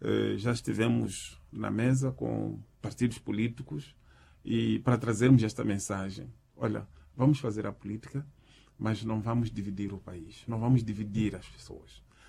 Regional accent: Mozambique; nós, como moçambicanos

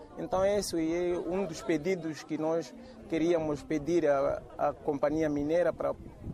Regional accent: Zambezia, Mozambique; sou natural de Micaúni, aqui onde nasci.

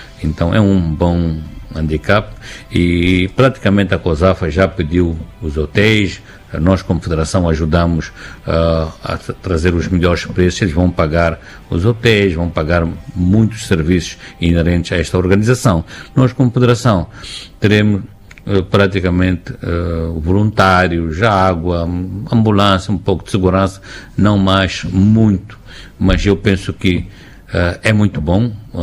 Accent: Mozambique; Também demonstrar nós como moçambicanos acolhedores que somos

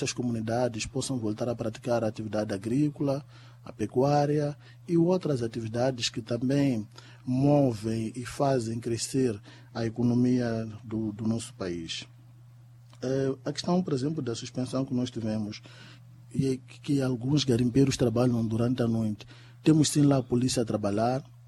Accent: Mozambique; cada um de nós, como moçambicano

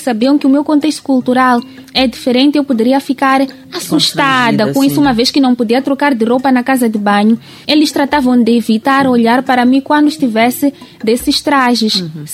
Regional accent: Mozambique; moved away as an adult; also born or lived in Chile; Quando saí de Moçambique

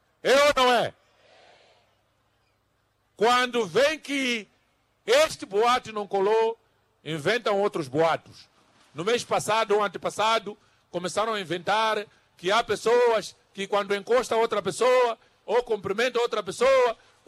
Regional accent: Mozambique; nós, como moçambicanos, quero terminar para vos dizer que temos que continuar unidos do Ruvuma ao... do Zumbo ao...

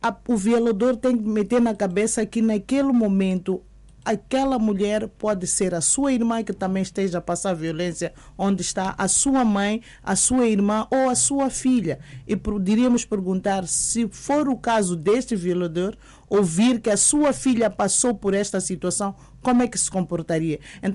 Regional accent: Sidengel, Gaza, Mozambique; born there; Por acaso, Sidengel é onde eu nasci, não estou a dizer a querer estar a ir para o, porque os meus pais são provenientes de Sidengel

